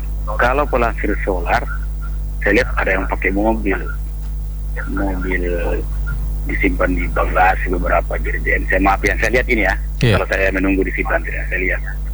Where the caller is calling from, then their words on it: Pinrang, South Sulawesi, Indonesia; Ya, masih di Pengaporan Lembang Pindrang.